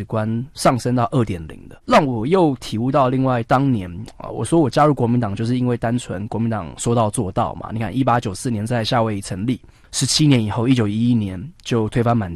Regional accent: Taiwan; 就是咱台湾人已经来了超过300年的在地这边的家族这样子。严格讲我算1/4的就是本省嘛，因为小时候都还是会讲这些。我记得我幼稚园的毕业纪念册都还写那个省级，有没有，我的就是江苏省淮阴县，我都还记得我那个年代，我80年次的嘛

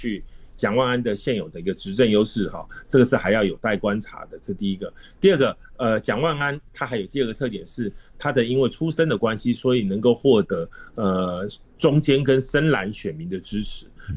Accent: Taiwan; 我们台湾人

